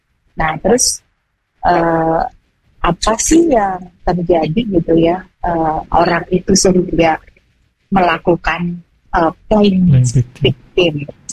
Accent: West Java, Indonesia; Nah ini banyak terutama di culture Sunda, karena saya kan orang Sunda tuh Kang Hanif.

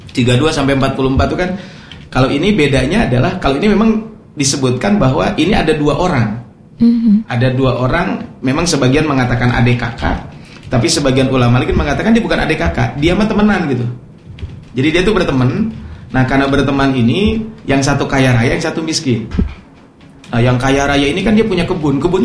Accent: Ciparay, West Java, Indonesia; kalau saya kan dari daerah Ciparai ke atas itu kan daerah Pacet gitu kan. Nah, itu kan di sana ada Kertasari, di Kertasari kan ada perkebunan tuh.

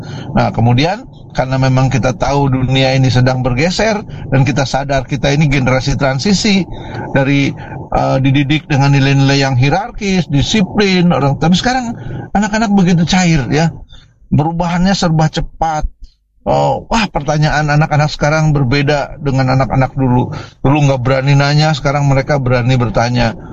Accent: Padalarang, West Java, Indonesia; beda negara ya, kita mah dari Padalarang, Cimahi.

